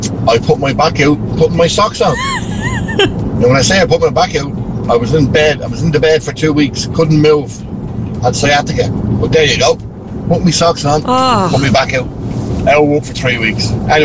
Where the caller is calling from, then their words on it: Dublin, Leinster, Ireland; Hello, I'm from Clonsilla here.